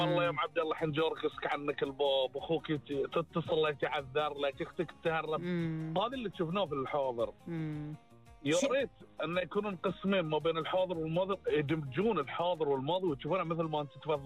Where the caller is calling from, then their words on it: Bahrain; ولأن نسافر نفخر أنا بحريني.